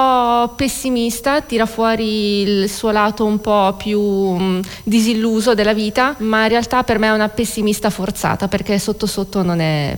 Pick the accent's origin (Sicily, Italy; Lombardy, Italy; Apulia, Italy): Lombardy, Italy; Gallarate; Galarate, in provincia di Varese.